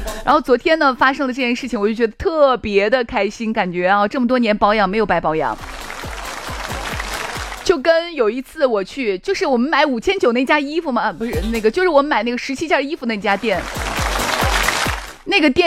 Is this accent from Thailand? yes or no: yes; Thailand; 大家好，我是来自泰国的